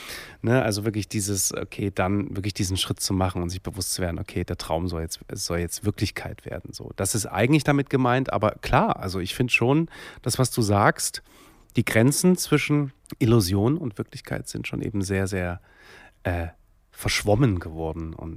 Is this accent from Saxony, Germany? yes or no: yes; Dresden, Saxony, Germany; Ich glaube am Ende dann doch Dresden, meine Heimat.